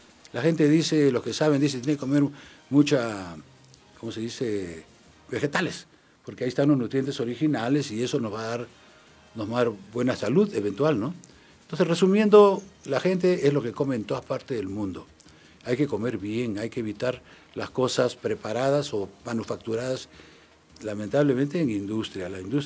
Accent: Peru; now in United States; primero estuve en Arabia, luego en América Central. Yo soy peruano originalmente

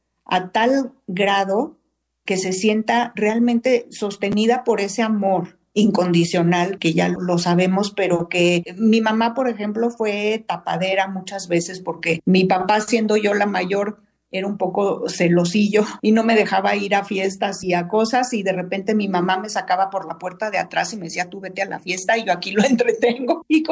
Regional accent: Mexico; así somos las mujeres mexicanas.

